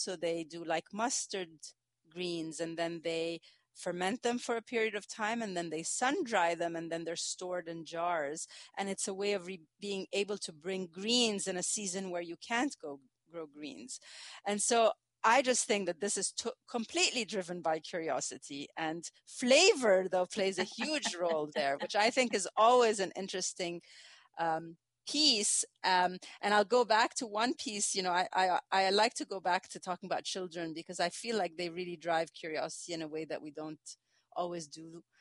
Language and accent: English; Egypt; now in United States; But my curiosity actually came from the fact that growing up, I come from Egypt. I knew that there were, a lot of different fermented products that exist in our culture. And I moved to the United States